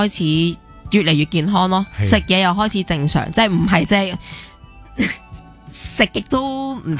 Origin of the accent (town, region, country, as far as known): Hong Kong; born or raised there